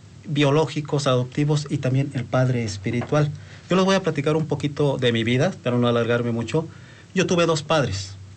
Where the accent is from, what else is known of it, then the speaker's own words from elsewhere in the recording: Ciudad Valles, San Luis Potosí, Mexico; Yo soy de la Huasteca Potosina, de Ciudad Valles, San Luis Potosí.